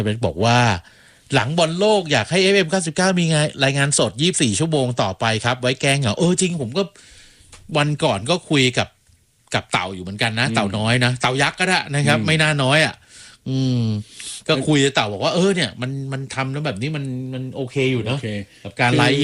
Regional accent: Bangkok, Thailand; ของผมเพื่อนอยู่ใต้เยอะไงแทบจะเป็นคนเดียวเลยมั้งที่เป็นคนกรุงเทพอ่ะเออนอกนั้นนี่โอ้โหเพื่อนเป็นคนใต้หมดเลย

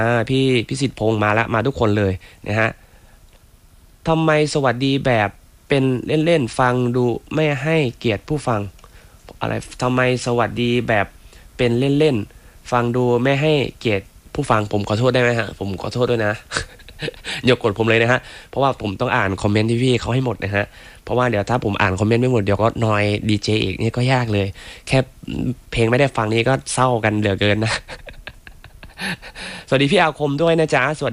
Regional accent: Isan, Thailand; ผมคนอีสานบ้านเฮาพี่น้องมื้อนี้หลายนะครับ

